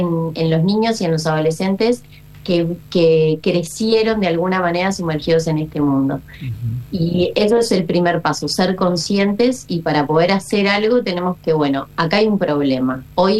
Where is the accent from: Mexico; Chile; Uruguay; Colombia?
Uruguay; also born or lived in Buenos Aires; yo si bien soy uruguaya, soy psicóloga uruguaya, estudié mis dos especializaciones en Buenos Aires